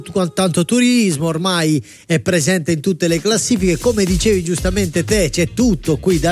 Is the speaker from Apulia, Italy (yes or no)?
yes; Apulia, Italy